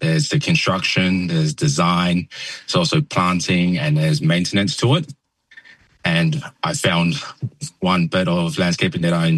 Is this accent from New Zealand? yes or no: yes; Auckland, New Zealand; I was born in New Zealand. I lived my whole life in Auckland.